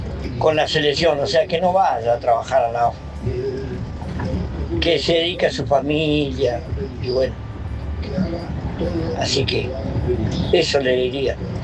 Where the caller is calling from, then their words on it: Argentina; nosotros los argentinos